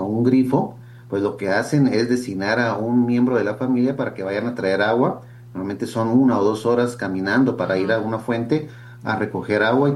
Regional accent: Guatemala; Y el tema acá quizás es que como guatemaltecos no hemos aprendido de lo que la historia de la humanidad ha generado

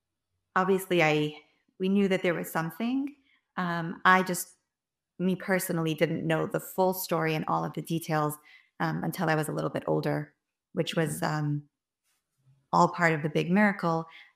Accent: North Miami Beach, Florida, United States; I grew up in North Miami Beach, Florida. Went to the regular schools here, Bisiaco of Miami

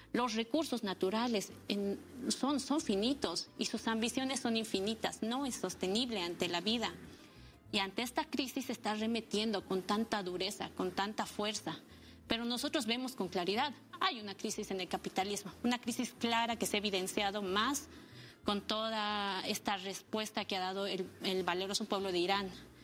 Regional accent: Bolivia

